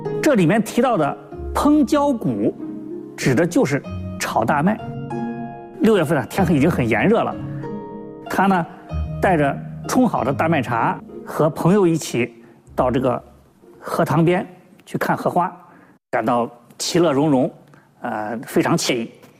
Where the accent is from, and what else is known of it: China